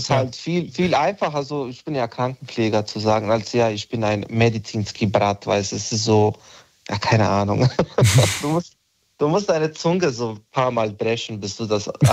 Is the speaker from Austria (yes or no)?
no; Bosnia & Herzegovina; first language Bosnian; German is a second language; moved away as an adult; now in Germany; Ich bin aus Bosnien, in Bosnien geboren, aufgewachsen, bis 17. Lebensjahr in Bosnien gelebt.